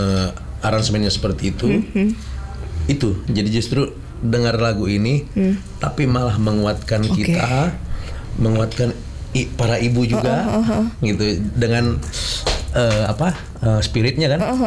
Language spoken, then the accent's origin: Indonesian; Balige, North Sumatra, Indonesia; Tarutung dekat kampung saya itu di Balige